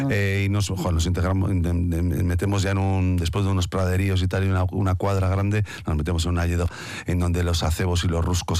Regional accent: Muskiz, Basque Country, Spain; born there; vives en un pueblo tan contaminado y tan destrozado como es el que yo vivo, Musquis, que nací cuando no estaba Petronor todavía

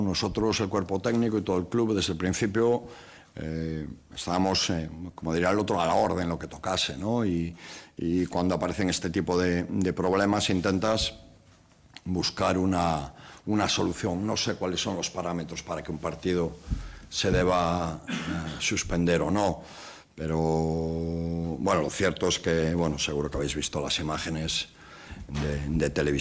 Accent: Galicia, Spain; yo soy gallego

